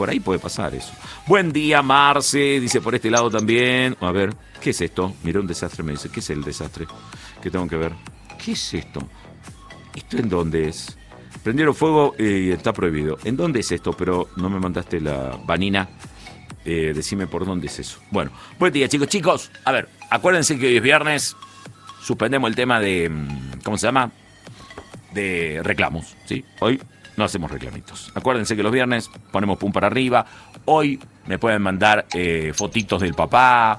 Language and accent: Spanish; Argentina; Y nosotros somos argentinos.